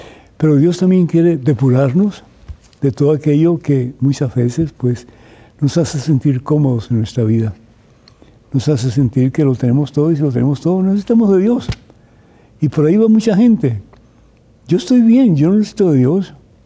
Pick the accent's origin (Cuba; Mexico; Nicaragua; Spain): Cuba; moved away